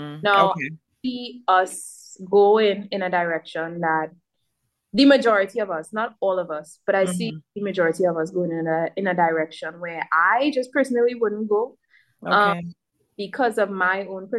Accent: Trinidad & Tobago; I think growing up in the Caribbean and growing up in Trinidad and Tobago, I will always know what is soca and what is not soca.

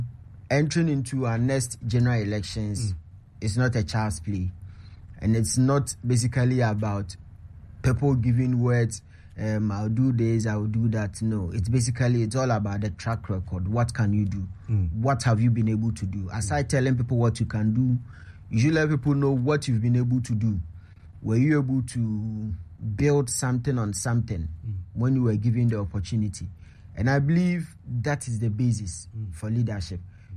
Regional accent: Kumasi, Ashanti, Ghana; born and raised in Kumasi, the Ashanti region. I come from Santase.

